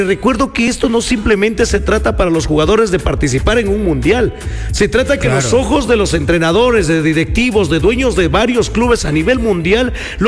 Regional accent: Ecuador; Como ecuatoriano lo digo

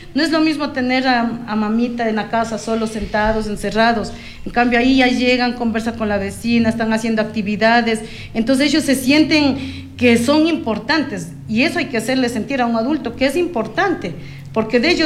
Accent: Ecuador; a la final somos ecuatorianos

